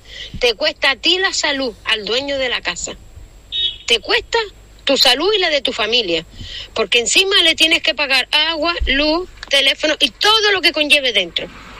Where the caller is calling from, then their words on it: Valsequillo, Spain; Soy de Valsequillo